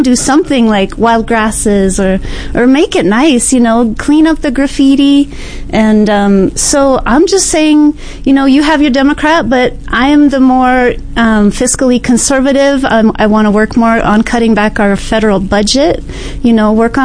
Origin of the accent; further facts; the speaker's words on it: Lakewood, Colorado, United States; moved away as an adult; also born or lived in Englewood, Colorado / San Diego, California / New York City; now in Denver, United States; I'm born here in Inglewood, grew up in Lakewood, Littleton area, graduated Chatfield High School, and went to Metro State in Denver a little bit before I wanted to see the world a little more and went out to Southern California, San Diego State.